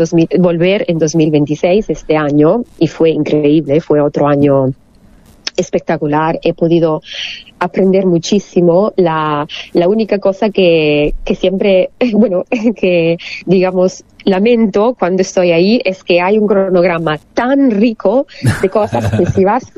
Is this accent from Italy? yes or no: yes; Italy; born there; Spanish is a second language; now in Turin, Italy; Cuando volví a Italia fue bajar al río de mi pueblito, no de Torino, sino de donde originariamente, donde sí. nací